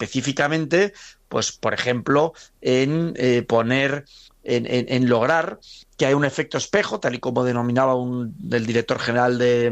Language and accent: Spanish; Valencian Community, Spain; Yo creo que nos tenemos que entender con las dos comunidades, porque en las dos tenemos, como valencianos, muchísimos intereses y muchas posibilidades de colaborar y cooperar.